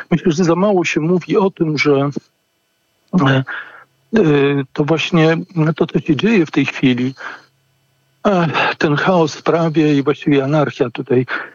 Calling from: Łódź, Łódź Voivodeship, Poland; Ja dzwonię z miasta Łodzi

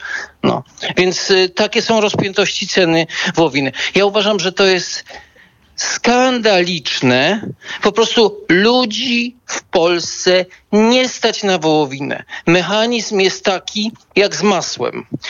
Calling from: Lesser Poland, Poland; Kłaniam się. Ja z Małopolski dzwonię.

